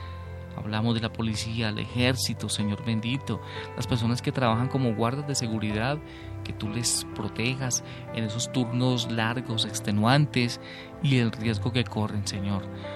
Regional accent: Colombia

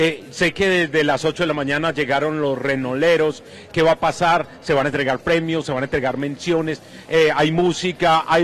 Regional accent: Antioquia, Colombia; accent: paisa

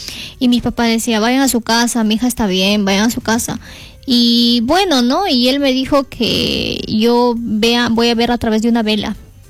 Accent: Cajamarca, Peru; soy de Cajamarca

